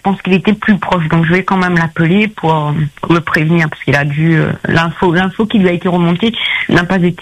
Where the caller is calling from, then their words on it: Toulouse, Occitanie, France; je suis à Toulouse